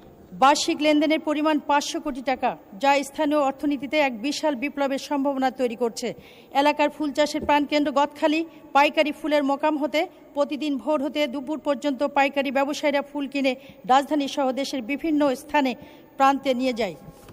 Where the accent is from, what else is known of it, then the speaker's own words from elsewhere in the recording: Jhikargacha, Khulna Division, Bangladesh; আমার নিজ জেলা যশোরের ঝিকরগাছা